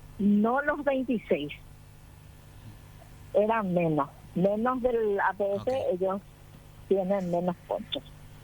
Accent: Piribebuy, Cordillera, Paraguay; Soy de la ciudad de Piribebuy.

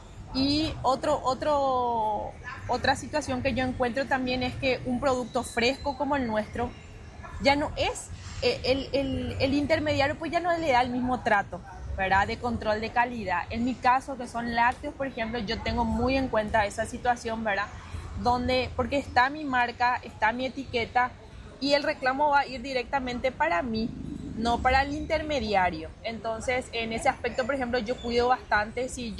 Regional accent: Areguá, Central, Paraguay; Nosotros somos, la mayoría somos de Central. Tenemos gente de, en mi caso soy de Areguá

